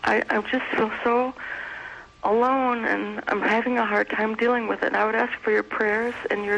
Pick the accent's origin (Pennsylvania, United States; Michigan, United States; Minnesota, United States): Minnesota, United States; Minnesota.